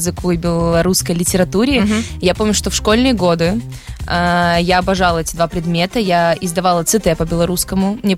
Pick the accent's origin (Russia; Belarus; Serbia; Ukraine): Belarus; я из Беларуси.